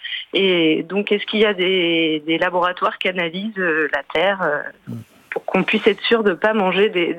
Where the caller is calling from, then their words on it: Le Havre, Normandy, France; J'appelle du Havre.